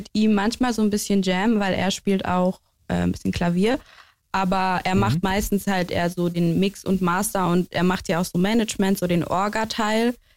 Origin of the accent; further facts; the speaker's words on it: Berlin, Germany; also born or lived in Münster; Also born in Münster und dann mit 4 nach Steglitz raised.